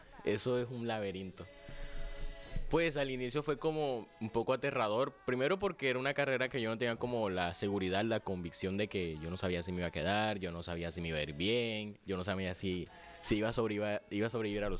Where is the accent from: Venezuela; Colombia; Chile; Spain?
Colombia; Cereté, Córdoba; soy de CRT, oriundo de ahí, nacido de ahí. Tarjeta de identidad, CRT Córdoba, cédula CRT Córdoba, creo que registro civil también.